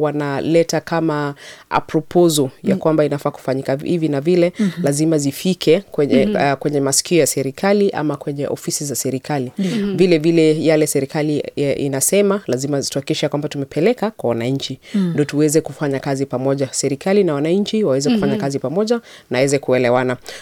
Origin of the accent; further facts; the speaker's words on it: Nandi County, Kenya; Nimetoka pale Nandi County, nimetoka ward inaitwa Kipkaren, constituency inaitwa Mosop, county ya Nandi, na mimi ni Mkenya